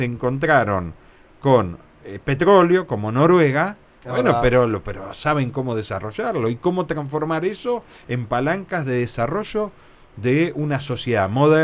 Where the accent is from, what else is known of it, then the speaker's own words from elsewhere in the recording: Indio Rico, Buenos Aires Province, Argentina; also born or lived in Tres Arroyos; now in Bahía Blanca, Argentina; Me crié entre Indio Rico y Tres Arroyos